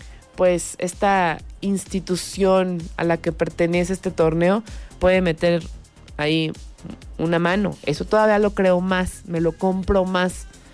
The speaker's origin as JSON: {"language": "Spanish", "country": "Mexico"}